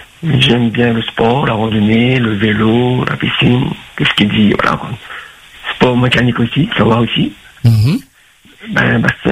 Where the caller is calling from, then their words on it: Saint-Denis, Réunion; Bah, je suis de Saint-Denis, j'ai 49 ans, je suis de type métier.